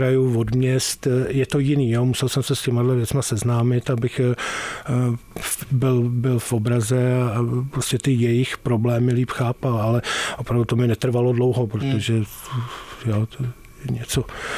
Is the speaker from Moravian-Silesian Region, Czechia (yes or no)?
no; Prague, Czechia; protože jsem z Prahy celý život jsem prožil v Praze